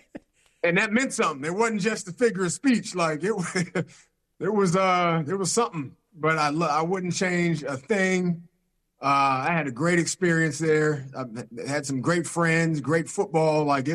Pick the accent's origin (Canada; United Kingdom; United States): United States; San Francisco, California; He went back, got my mom in Mississippi, and we were raised in San Francisco. And I wasn't raised around the culture as much. Like, I spent summers in Mississippi.